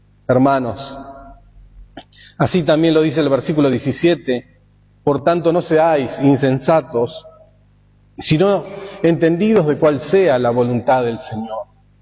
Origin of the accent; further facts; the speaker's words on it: Argentina